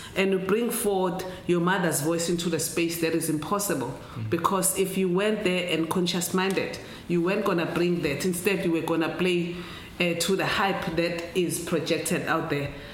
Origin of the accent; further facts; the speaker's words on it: South Africa; first language Zulu; English is a second language; I have to transfer it into my mother tongue, which is Zulu, before I get back to you